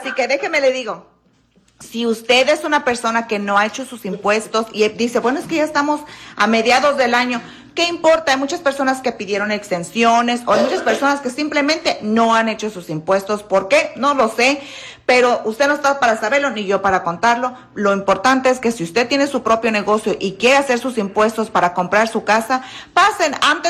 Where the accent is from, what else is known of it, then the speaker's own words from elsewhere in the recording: Michoacán, Mexico; No, soy de Michoacán.